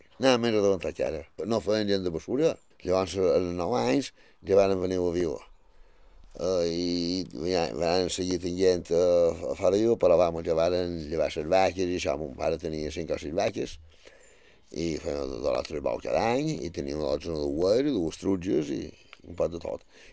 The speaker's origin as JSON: {"language": "Catalan", "region": "Balearic Islands", "country": "Spain", "tie": "born there", "said": "Bueno, vaig néixer fora jo, a Sant Triau, en el barri de Sant Maixida."}